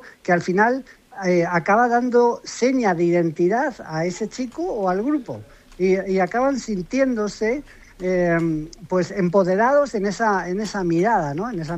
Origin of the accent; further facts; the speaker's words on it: Madrid, Community of Madrid, Spain; yo soy de Madrid, vivo en Madrid, pero soy del Barcelona.